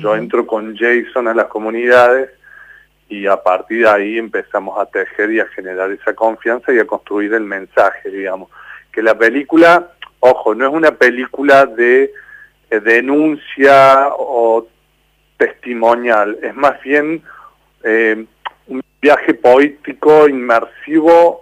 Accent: Córdoba, Argentina

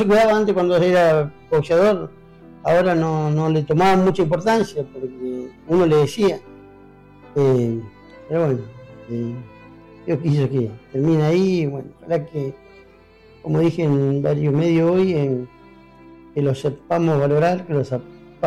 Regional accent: Caleta Olivia, Santa Cruz, Argentina; decir que soy de Caleta Olivia

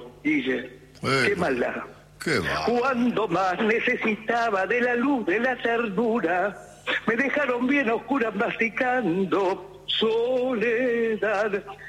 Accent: Buenos Aires, Argentina; born or raised there

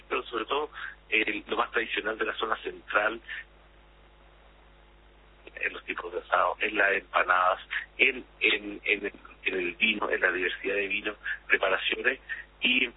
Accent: Chile; para nosotros como chilenos es el momento de mayor celebración del año

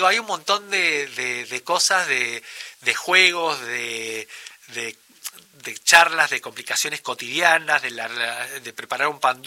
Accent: San Juan, Argentina; yo que soy sanjuanino.

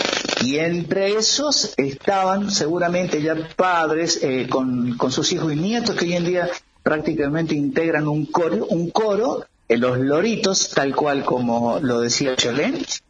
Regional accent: San Francisco del Monte de Oro, San Luis, Argentina; yo pertenezco, soy nacido y criado y formado en San Francisco del Monte de Oro

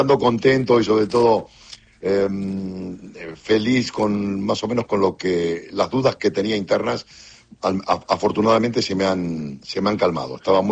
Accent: Argentina; soy argentino

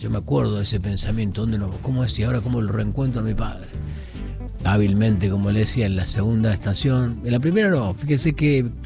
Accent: Córdoba, Argentina; born there; Yo nací en Córdoba, en barrio Pueyrredón, en calle 95.

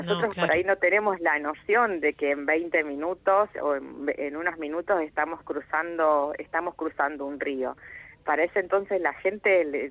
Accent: Argentina; como entrerrianos, como santafesinos y como argentinos.

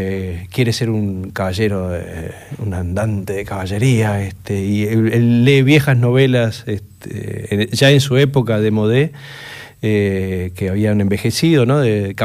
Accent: Argentina; Los argentinos somos personas que claramente tenemos una idea muy fuerte sobre nosotros mismos.

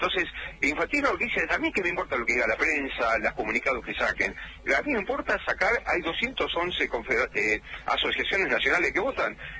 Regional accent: Argentina; Yo soy argentino y me sentí mucho más argentino todavía con esa cosa, ¿no?

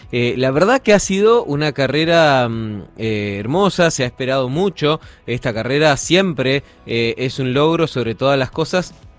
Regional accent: Argentina; hablo como argentinos

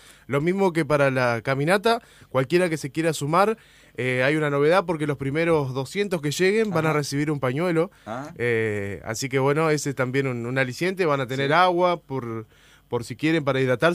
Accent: Bajada Grande, Entre Ríos, Argentina; El de comunicar justamente esta fiesta que, bueno, es muy del barrio. Yo soy de Bajada Grande

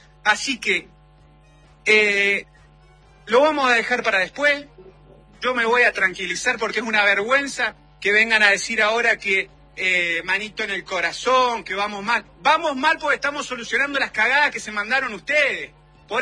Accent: Argentina; lo más grande que tenemos como argentinos, la ilusión.

